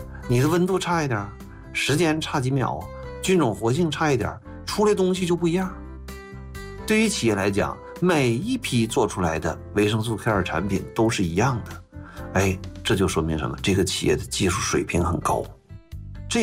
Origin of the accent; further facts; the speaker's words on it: northern China, China; 就像我是北方人